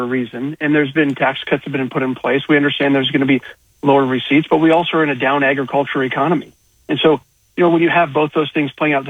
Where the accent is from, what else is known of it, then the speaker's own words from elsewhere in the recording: Iowa, United States; Born and raised in Iowa, live in Iowa.